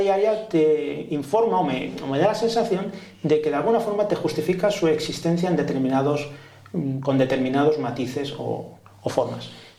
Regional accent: Barcelona, Catalonia, Spain; born there; Es un pueblo de Guadalajara, de donde son realmente nació mi padre. O sea, yo ya nací aquí en Barcelona

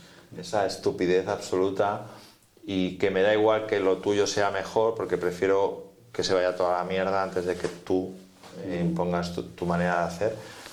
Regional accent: Barcelona, Catalonia, Spain; Y entonces yo soy de Barcelona, mis padres son de Barcelona, sé lo que siento, pero bueno, no he sido patriota nunca.

